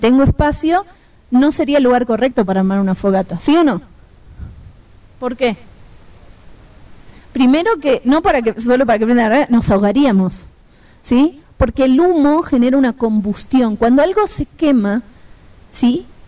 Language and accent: Spanish; Argentina; moved away as an adult; now in Bolivia; Como verán, soy argentina o gaucha, como algunos de ustedes están pensando dentro de su cabeza. Vivo hace 12 años en Bolivia, pero no se me fue el tono de voz. Somos pastores